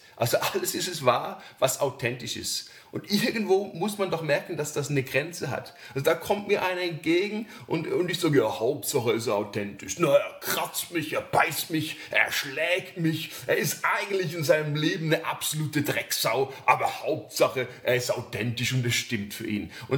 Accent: Switzerland; Und ich als Schweizer habe schon so eine Affinität zu Pünktlichkeit. Das ist etwas, das ist wirklich schweizerisch an mir

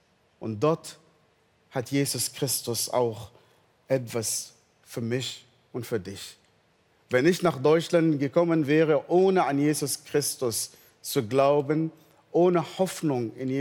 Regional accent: Northern Sudan, Sudan; born there; German is a second language; moved away; ich bin im Nordsudan geboren in einer nicht christlichen Familie. Ich war sehr religiös.

